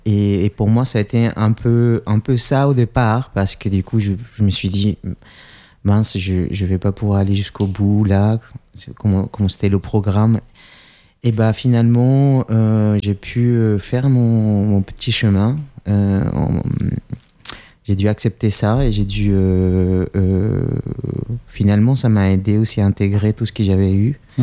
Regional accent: Chile; French is a second language; now in France; moi, je suis étranger, donc effectivement, j'ai pu voir ça. Je viens du Chili.

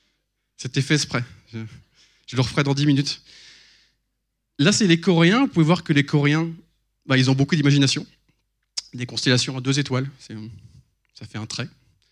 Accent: Brittany, France; Je suis breton

